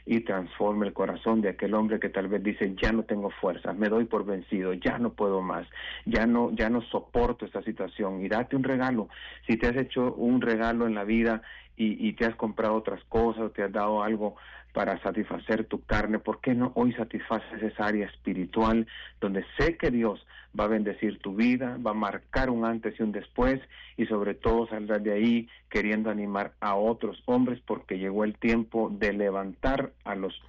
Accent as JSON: {"language": "Spanish", "country": "Guatemala", "said": "Y la gente me pregunta que de dónde soy, pues afortunadamente soy guatemalteco"}